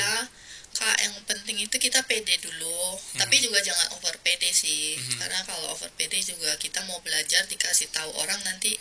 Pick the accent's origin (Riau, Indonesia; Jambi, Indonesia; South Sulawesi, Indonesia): Jambi, Indonesia; Makanya kadang teman-teman aku itu suka mikirnya tuh aku aksennya rada kayak orang Rusia. Terus aku kayak enggak kok, ini cuman karena mungkin karena aku dari Jambi, aku bilang kan, atau dari Indonesia gitu